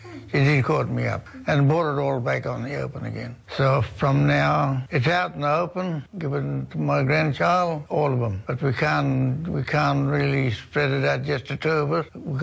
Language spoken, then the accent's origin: English; Western Australia, Australia; my country's Upper Gascoyne on the Lions River.